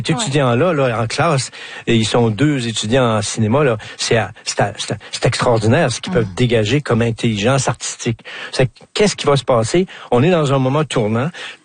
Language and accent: French; Quebec, Canada; accent: Québécois